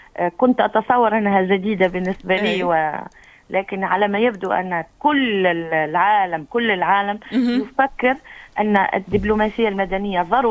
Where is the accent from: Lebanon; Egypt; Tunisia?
Tunisia; Sousse, Sousse Governorate; يعني احنا من سوسة مش نحل ننهزوا المشعل متاعنا